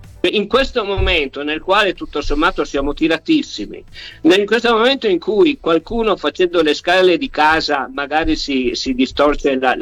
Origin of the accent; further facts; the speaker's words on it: Turin, Piedmont, Italy; io sono di Torino